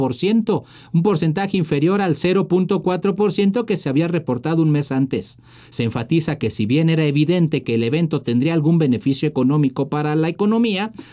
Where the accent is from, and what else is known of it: Mexico